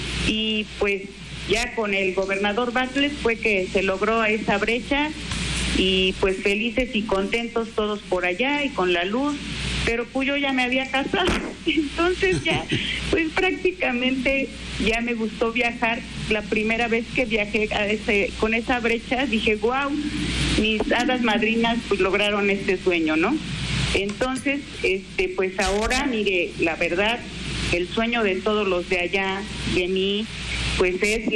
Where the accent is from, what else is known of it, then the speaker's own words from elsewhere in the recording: Hermenegildo Galeana, Puebla, Mexico; now in Puebla, Mexico; yo ya radico aquí en Puebla, pero soy de Hermenegildo Galeana, del municipio de Hermenegildo Galeana. Desde chica yo he caminado horas y horas para trasladarnos a Zacatlán, desde 10 horas, 8 horas, 6 horas. Ya que vine a estudiar aquí a Puebla